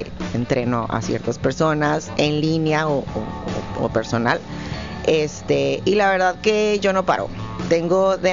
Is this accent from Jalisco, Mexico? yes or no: no; Sonora, Mexico; Somos de Sonora, de hecho.